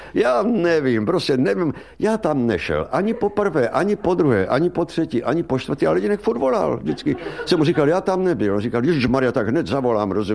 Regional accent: Brno, South Moravian Region, Czechia; A já mu říkám, pane řediteli … z Brna a rád bych k vám strašně do angažma.

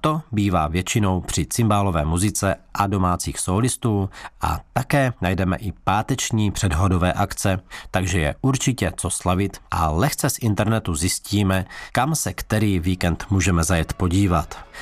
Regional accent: South Moravian Region, Czechia; U nás na Podluží hody slavíme nejčastěji od neděle do pozdní úterní noci

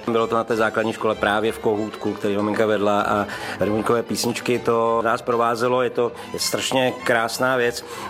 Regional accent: Moravia, Czechia; protože jsem z Moravy a vyrůstal jsem v souboru, který vedla tvoje maminka.

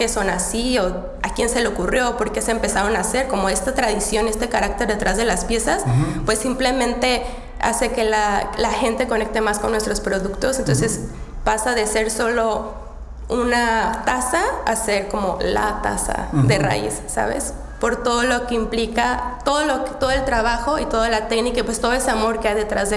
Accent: Mexico; now in Czech Republic; también en especial cuando saben que soy mexicana.

